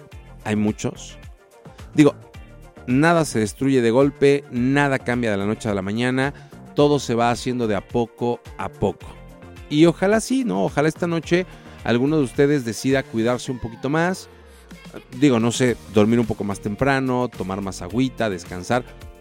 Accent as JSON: {"language": "Spanish", "country": "Mexico", "said": "como mexicanos nunca vamos a dejar de comer tacos."}